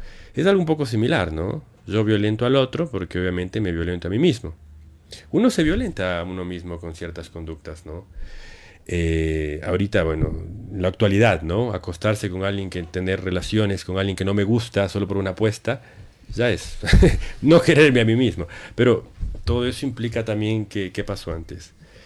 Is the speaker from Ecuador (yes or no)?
yes; Ecuador